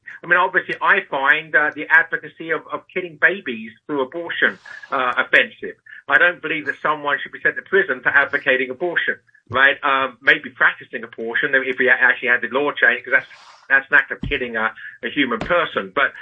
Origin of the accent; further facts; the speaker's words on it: England, United Kingdom; I was sentenced to prison for editing a magazine in England, my native land, as you can tell from my accent.